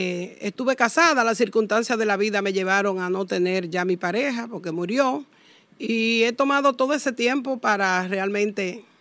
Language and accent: Spanish; Sánchez, Duarte, Dominican Republic; vengo de pueblo, de provincia, nací en Sánchez, una gran bendición, allá Cibao, adentro.